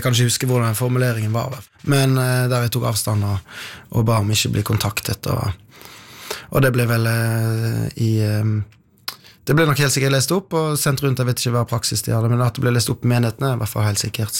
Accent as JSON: {"language": "Norwegian", "town": "Odda", "region": "Vestland", "country": "Norway", "moved": "yes", "said": "så jeg hadde ikke dette her i Jehovas vitne sløret bak, hengende bak meg, som hjemme i Odda."}